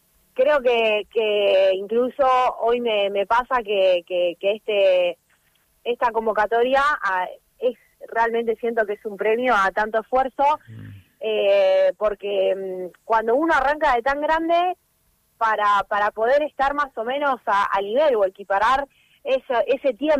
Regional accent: Rawson, Chubut, Argentina; moved away as an adult; also born or lived in La Falda, Córdoba; now in Buenos Aires, Argentina; soy nacida en La Falda, en Córdoba, pero sí, me crié la vida en Rawson.

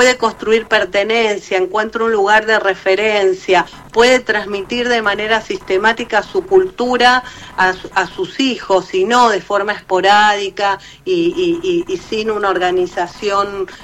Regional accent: Argentina; now in Barcelona, Spain; somos argentinos.

